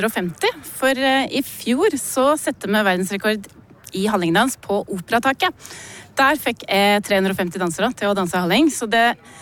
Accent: Vang, Innlandet, Norway; jeg vokste opp I Vang, så det her virkelig min barndom og ungdomstid.

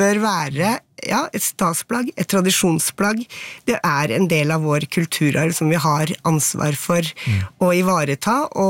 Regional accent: Buskerud, Norway; Jeg er født og oppvokst i Hallingdal.

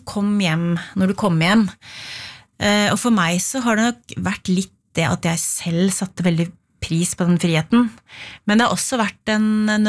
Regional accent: Re, Vestfold, Norway; Men jeg vokste opp I Re kommune på landet, utenfor Tønsberg.

